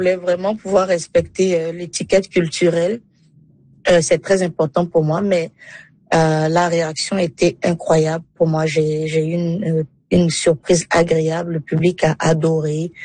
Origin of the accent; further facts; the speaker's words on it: Côte d’Ivoire; born there; Donc, moi, je suis née en Côte d'Ivoire, originaire, qui est l'Afrique de l'Ouest.